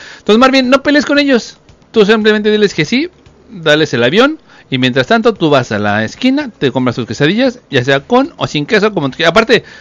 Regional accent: Mexico; los mexicanos realmente no sabemos a qué sabe la comida porque a todo le ponemos chile.

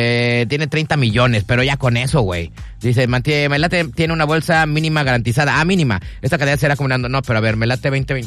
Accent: Mexico

